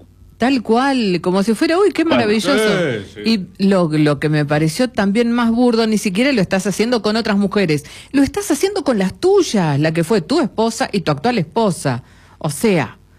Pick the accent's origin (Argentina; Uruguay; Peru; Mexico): Argentina